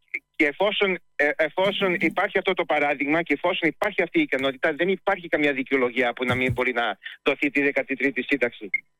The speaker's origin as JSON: {"language": "Greek", "country": "Australia", "tie": "born or raised there", "also_born_or_lived": "Greece", "said": "Okay, γεννήθηκα στην Ελλάδα μετά. Γύρισε η μάνα μου, παντρεύτηκε, μετά γύρισαμε Αυστραλία."}